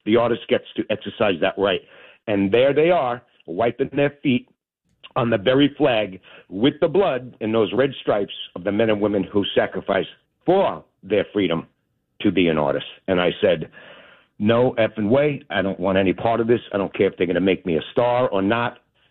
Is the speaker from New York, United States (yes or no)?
yes; New York City, New York, United States; I'm from Staten Island.